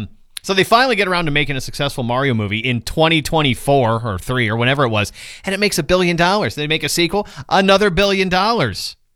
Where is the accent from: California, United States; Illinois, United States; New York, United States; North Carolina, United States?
California, United States; born there; I'm a Californian by birth. I will always be